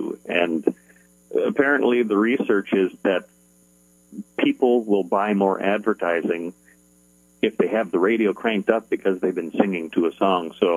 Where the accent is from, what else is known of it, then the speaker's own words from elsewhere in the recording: Canada; moved away; I'm originally from Canada